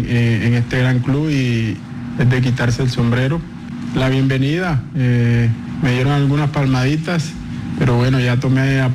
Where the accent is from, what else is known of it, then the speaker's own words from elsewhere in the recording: Tierralta, Córdoba, Colombia; soy de Tierra Alta, un pueblo cercano a Montería, que es la capital de Córdoba, y muy cerca a toda la costa Caribe, Cartagena, Barranquilla.